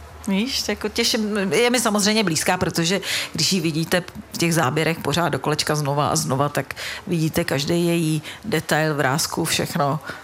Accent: Prague, Czechia; Jsem z Praha

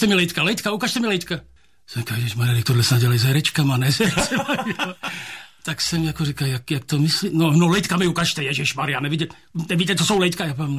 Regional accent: Prague, Czechia; jako rodilej Pražák

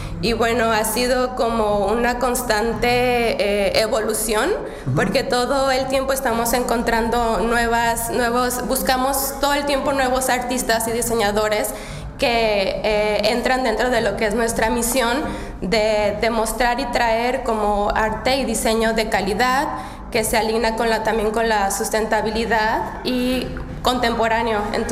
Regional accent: Mexico; también en especial cuando saben que soy mexicana, hay muchas personas que hablan o entienden bastante pues español

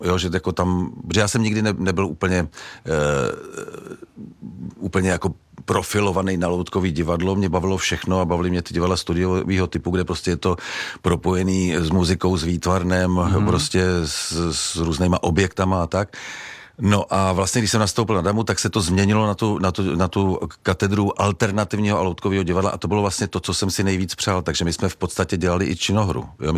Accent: Prague, Czechia; jsem taky rodilý Pražák

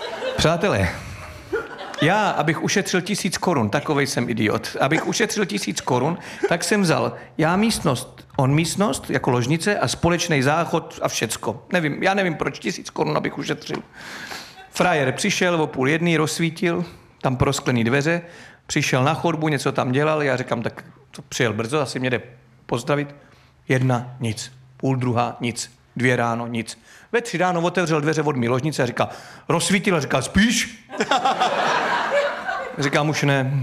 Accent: Náchod, Hradec Králové Region, Czechia; já jsem z Náchoda, všichni to vidí, já jsem Náchoďa.

